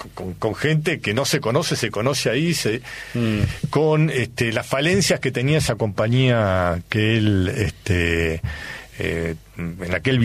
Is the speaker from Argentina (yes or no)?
no; Italy; Sí, bueno, somos los italianos, somos así.